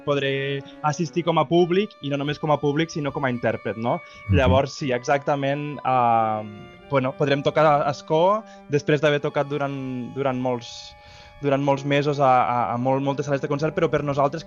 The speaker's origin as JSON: {"language": "Catalan", "town": "L'Ametlla de Mar", "region": "Catalonia", "country": "Spain", "tie": "born or raised there", "moved": "yes", "said": "jo soc de l'Ametlla de Mar, soc natural de l'Ametlla de Mar"}